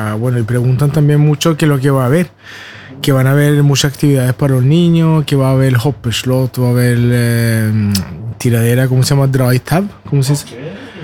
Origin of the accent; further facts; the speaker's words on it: Chile; moved away; Como yo también soy chileno